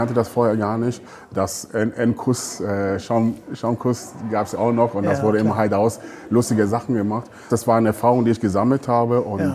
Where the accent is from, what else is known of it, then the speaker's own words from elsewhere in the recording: Ghana; now in Gelsenkirchen, Germany; jeder denkt, klar … kommt aus Ghana, aber trotzdem fühle ich mich wirklich sehr, sehr wohl hier in diesem Ruhrgebiet